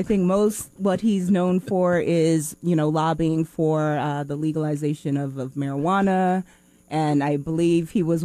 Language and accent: English; Miami, Florida, United States; born there; moved away as an adult; also born or lived in Kingston, Jamaica; now in Seattle, United States; I was born in Kingston, Jamaica. That's where most of my family still lives. I immigrated to the United States at 7. My family, my mom and dad mainly, still live in Miami, Florida. So that's where I went to like middle school and high school.